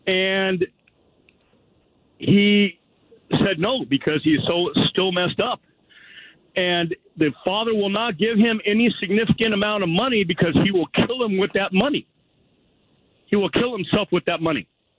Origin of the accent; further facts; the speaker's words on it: El Segundo, California, United States; I grew up in El Segundo, and the richest family in town, they own multiple houses here.